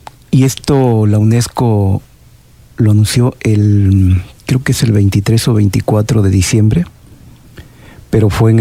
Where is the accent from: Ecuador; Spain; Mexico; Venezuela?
Mexico; Veracruz; Ya ves que yo soy de Veracruz, entonces toda esa zona se escuchaba la música cubana.